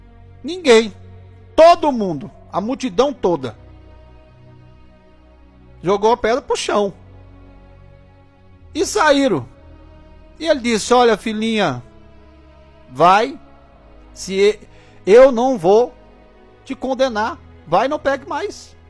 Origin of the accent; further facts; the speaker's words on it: Tocantins, Brazil; Uai! Falei igual mineiro agora, né? Apesar de ser goiano, né? Eu sou do natural do Tocantins, né?